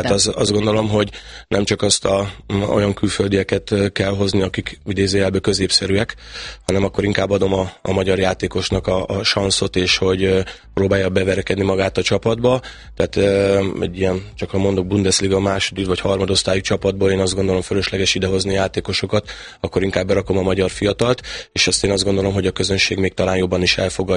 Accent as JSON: {"language": "Hungarian", "country": "Hungary", "said": "magyar vagyok."}